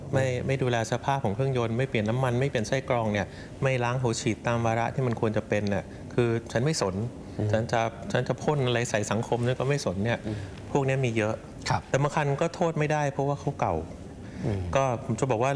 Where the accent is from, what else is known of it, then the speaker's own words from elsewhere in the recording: Bangkok, Thailand; มีสิผมว่าสิ่งหนึ่งที่ขาดตอนนี้ในฐานะคนกรุงเทพนะ